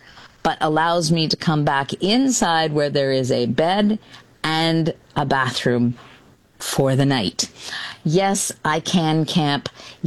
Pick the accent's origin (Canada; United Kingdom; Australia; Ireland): Canada; I'm incredibly proud to be Canadian, never more so than right now.